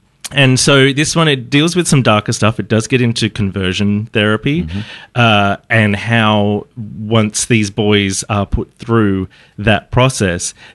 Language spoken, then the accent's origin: English; Geelong, Victoria, Australia; I grew up in Geelong.